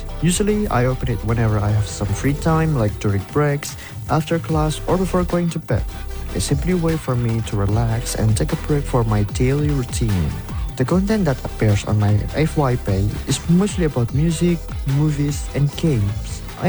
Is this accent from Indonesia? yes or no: yes; Surakarta, Central Java, Indonesia; English is a second language; Hello teman Pro 2 … I'm from Surakarta.